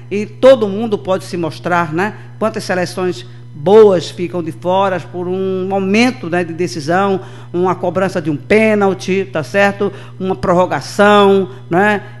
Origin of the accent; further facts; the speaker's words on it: Brazil; a gente, como brasileiro